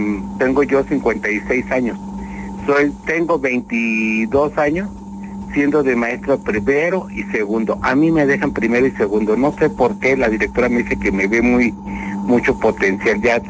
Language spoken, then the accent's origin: Spanish; Tapachula, Chiapas, Mexico; Yo, porque soy originario de Tapachula